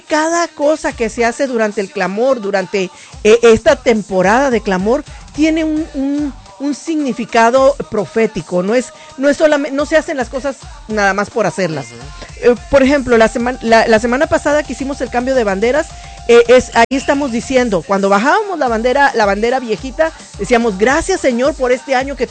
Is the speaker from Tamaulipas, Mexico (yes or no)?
yes; Tamaulipas, Mexico; tener en el Tamaulipas, que es el estado de donde yo soy